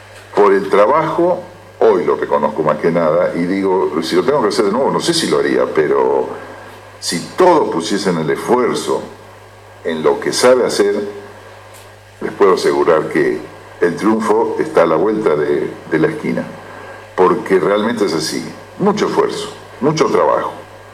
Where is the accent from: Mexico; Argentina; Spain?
Argentina; Capilla, Buenos Aires; moved away as an adult; now in Campana, Argentina; yo siempre de Capilla, lo dije al principio, me gustaba Campana, pues tengo gran parte de mi familia acá, pero cuando me vine me enamoré de Campana, y realmente sigo más enamorado que nunca, y sobre todo, me siento campanense.